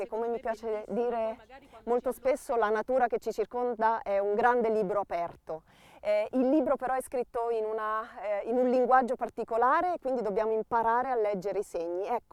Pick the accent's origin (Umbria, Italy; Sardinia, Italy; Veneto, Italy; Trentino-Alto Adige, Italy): Umbria, Italy; Todi; also born or lived in Perugia; Sono nata fisicamente a Perugia, in Umbria, ma sono cresciuta e vissuta a Todi, nelle colline di Todi, nel centro dell'Umbria.